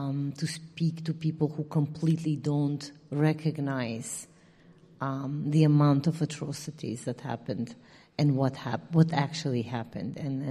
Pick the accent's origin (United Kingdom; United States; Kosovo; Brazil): Kosovo; English is a second language; because we are from Kosovo, and because most of us experience war, remember war, and experience it in our own bodies.